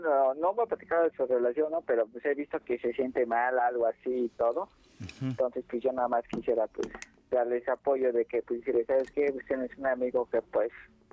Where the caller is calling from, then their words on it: Tlalnepantla de Baz, State of Mexico, Mexico; yo soy de aquí, de Tlalnepantla de Valls, nada más que trabajo aquí por Puente de Vigas.